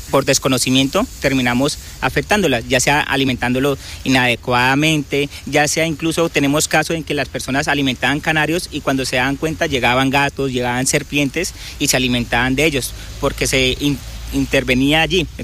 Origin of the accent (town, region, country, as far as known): Meta, Colombia